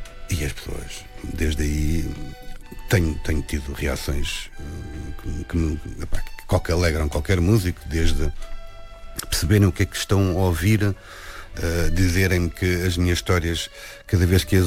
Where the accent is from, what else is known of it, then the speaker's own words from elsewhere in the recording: Lisbon, Portugal; Eu nasci em Lisboa, vivi eu na urbe e serei sempre um gajo urbano.